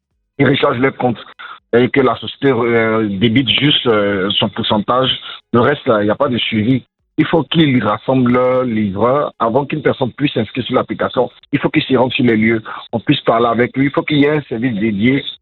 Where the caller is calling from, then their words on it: Abidjan, Côte d’Ivoire; Je vous appelle d'Abidjan, Hongrie.